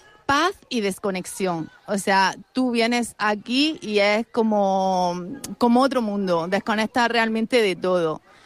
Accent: Félix, Andalusia, Spain; doy gracias a este pueblo porque aunque no pertenecemos a él desde nuestras raíces, pero las raíces que he creado yo aquí ya son para siempre y para toda la vida

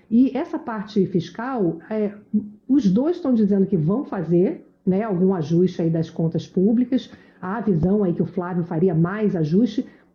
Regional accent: Rio de Janeiro, Brazil; now in São Paulo, Brazil; Estava rindo aqui que eu sou carioca. E eu me lembro que assim que eu cheguei em São Paulo...

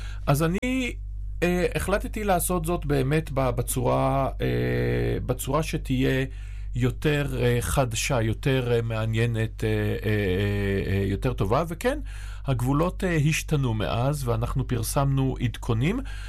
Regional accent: Haifa, Haifa District, Israel; אני בתור חיפאי

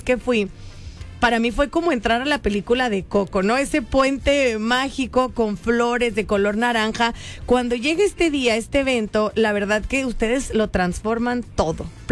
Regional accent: Mexico; nosotros como mexicanos

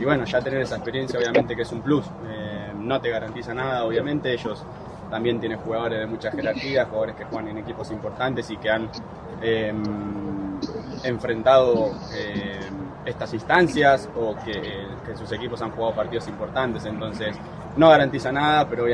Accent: Argentina; Y todos somos súper argentinos, amamos nuestro país, amamos nuestra selección

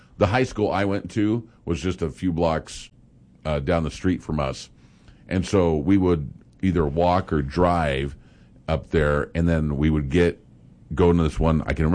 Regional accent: Grand Island, Nebraska, United States; I grew up in Grand Island, but it felt small to me.

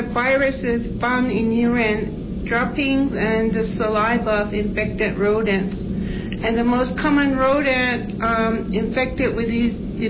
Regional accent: Arizona, United States; I'm from Palatka, Arizona, and I am Tewa and Hopi from the Tobacco Clan

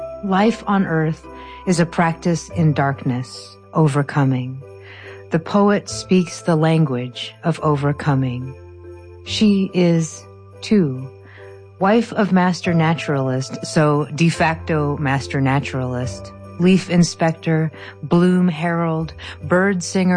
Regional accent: Houston, Texas, United States; also born or lived in Bangkok; now in Arkansas, United States; I was born in Bangkok and raised in Houston in a concrete jungle. And before moving to Arkansas, I was scared of the dark.

